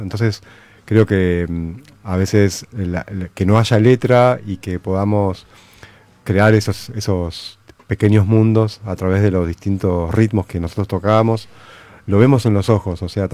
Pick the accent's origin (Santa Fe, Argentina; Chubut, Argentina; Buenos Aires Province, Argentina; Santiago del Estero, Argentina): Buenos Aires Province, Argentina; Lavallol; Que soy de Lavallol.